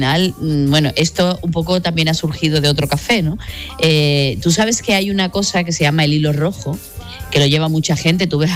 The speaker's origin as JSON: {"language": "Spanish", "town": "Sanlúcar de Barrameda", "region": "Andalusia", "country": "Spain", "also_born_or_lived": "El Prat de Llobregat", "said": "yo también soy hija de migrantes, de Sanlúcar de Barrameda, sí. Llegamos al Prat de Llobregat y cuando tú estás fuera, que yo esos recuerdos los tengo, yo volví a Sanlúcar con 8 años"}